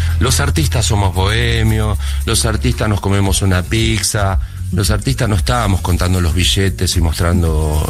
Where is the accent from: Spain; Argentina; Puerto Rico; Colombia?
Argentina